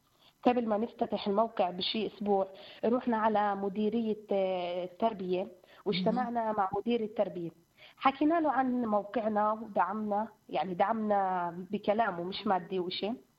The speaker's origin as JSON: {"language": "Arabic", "town": "Hajja", "region": "Qalqilya Governorate", "country": "Palestine", "said": "قريتنا بنحاول انه ننشر على مجلس قروي حجة"}